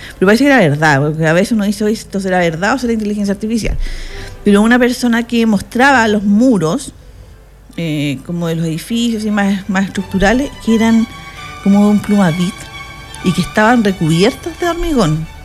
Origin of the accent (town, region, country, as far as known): Chile; also born or lived in Concepción